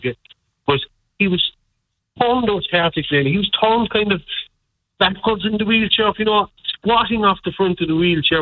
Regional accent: Fermoy, Munster, Ireland; We're from Fomoy.

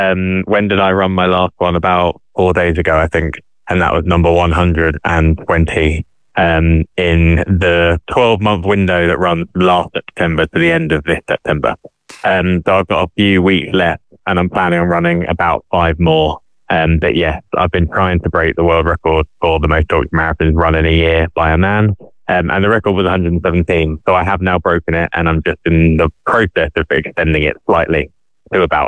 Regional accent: United Kingdom; a lot of the ultra marathons that I've been running have been in the UK and have been my hometown where I grew up

